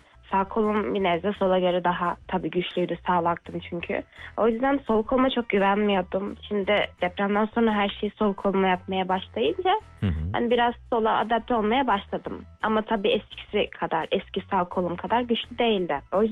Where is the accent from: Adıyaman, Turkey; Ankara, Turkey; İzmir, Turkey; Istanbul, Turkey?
Adıyaman, Turkey; Adıyamanlıyım, Adıyaman'da yaşıyorum. 21 yaşındayım.